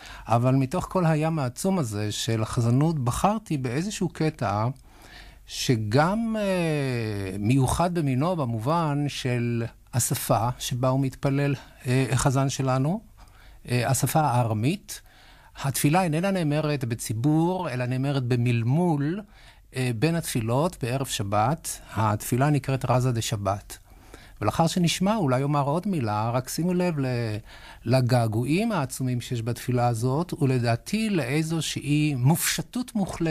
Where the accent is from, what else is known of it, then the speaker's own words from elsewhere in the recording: Jerusalem, Jerusalem District, Israel; אני בא משכונה ששם אנשים התפללו בבתי כנסת בירושלים, ובבית שבו אבא היה גם זמר וגם חזן.